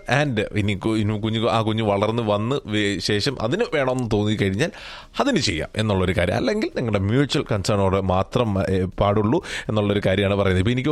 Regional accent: Chengannur, Kerala, India

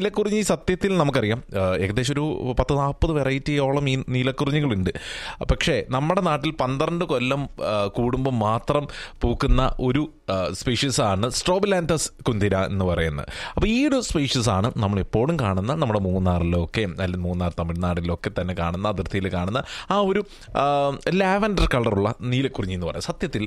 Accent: Kerala, India; ഞങ്ങളുടെ നാട്ടിൽ ഈ ആലപ്പുഴയിലും അതുപോലെ തന്നെ കോട്ടയത്തും

